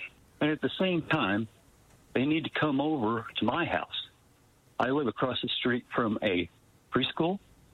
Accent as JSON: {"language": "English", "region": "the Ozarks", "country": "United States", "tie": "born there", "said": "So I was born in the Ozarks"}